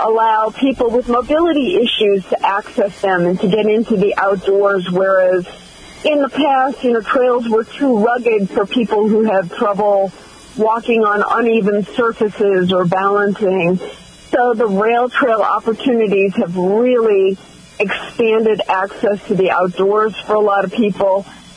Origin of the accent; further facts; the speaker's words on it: Massachusetts, United States; I grew up in Massachusetts, and as many of your listeners can appreciate, number 6 out of 7 children in the family.